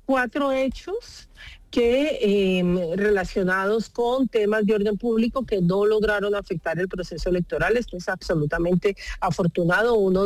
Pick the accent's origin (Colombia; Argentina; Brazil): Colombia